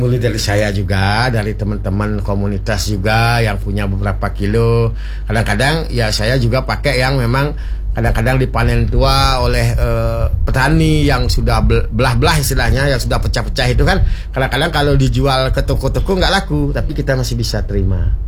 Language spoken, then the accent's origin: Indonesian; Bali, Indonesia; di tempat desa saya di Ambengan